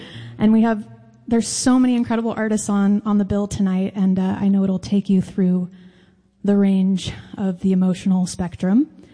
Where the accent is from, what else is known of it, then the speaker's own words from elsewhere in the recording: Austin, Texas, United States; also born or lived in Santa Cruz; I am from Austin, Texas, by way of Santa Cruz, California.